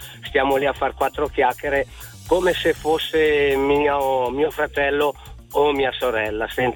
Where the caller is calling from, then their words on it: Busto Arsizio, Lombardy, Italy; Io sono di Busto Arsizio e sto andando a Gorla Minore.